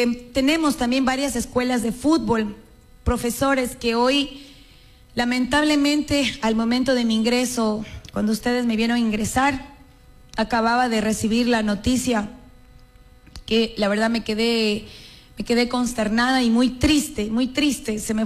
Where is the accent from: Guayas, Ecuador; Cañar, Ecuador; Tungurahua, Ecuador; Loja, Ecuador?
Cañar, Ecuador; La Troncal; yo amo mi Troncal porque esta es mi tierra. A veces me ha tocado irme fuera del país